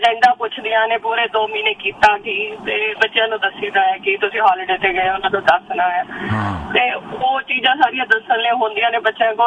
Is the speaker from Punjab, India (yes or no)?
no; Delhi, India; moved away; ਮੈਂ ਦਿੱਲੀ ਤੋਂ ਬਿਲੋਂਗ ਕਰਨੀ ਆ ਮੈਂ ਪੜ੍ਹੀ ਜੰਪਲ ਮੇਰੀ ਉੱਥੇ ਦੀ ਹੈ ਤੇ ਮੈਂ ਇੱਥੇ ਪੜ੍ਹੀ ਹਾਂ